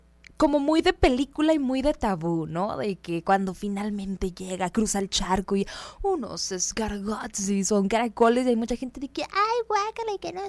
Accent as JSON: {"language": "Spanish", "country": "Mexico", "said": "nosotros como mexicanos"}